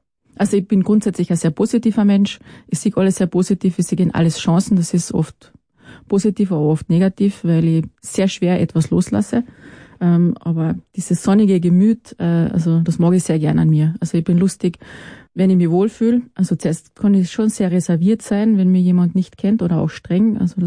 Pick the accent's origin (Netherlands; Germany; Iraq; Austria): Austria; Rennweg, Carinthia; Ich komme aus Rennweg, also ich bin aus Oberkärnten, im Grenzgebiet eigentlich aufgewachsen, also zwischen Kärnten und Salzburg.